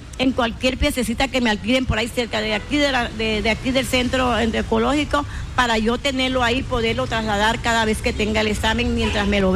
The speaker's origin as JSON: {"language": "Spanish", "town": "San Juan Nepomuceno", "region": "Bolívar", "country": "Colombia", "said": "vengo de San Juan de Pomuceno, vivo en una vereda ahí en San Juan"}